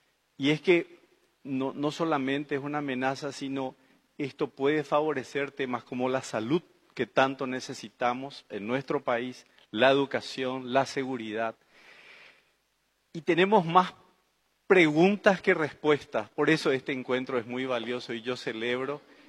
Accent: Paraguay

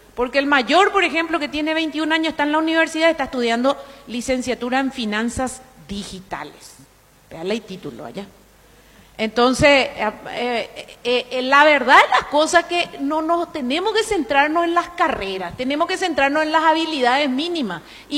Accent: Paraguay; ¿Qué es lo que nosotros nos damos cuenta con esto como paraguayos?

